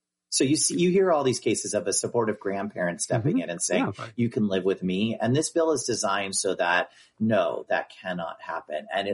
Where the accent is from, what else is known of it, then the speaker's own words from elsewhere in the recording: New Jersey, United States; my home state of New Jersey